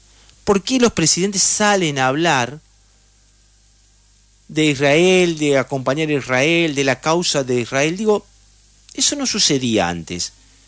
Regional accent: Argentina; nos pertenece a los argentinos.

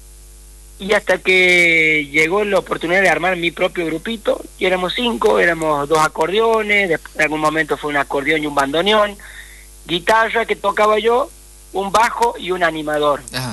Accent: Sebastián Elcano, Córdoba, Argentina; Porque yo me crié en el pueblo, en Sebastián Elcano, que es un pueblo chico de algo de 3.500, 4.000 habitantes, en el norte de la provincia de Córdoba.

